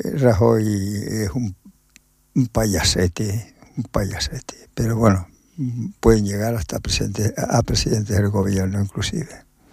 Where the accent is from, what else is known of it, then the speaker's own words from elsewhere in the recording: Canary Islands, Spain; born there; todos los que han nacido en Canarias no somos españoles